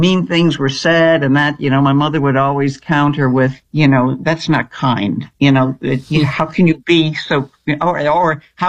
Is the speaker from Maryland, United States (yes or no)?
no; Strongsville, Ohio, United States; also born or lived in Parma, Ohio; I grew up in Strongsville. Well, Parma first and then Strongsville.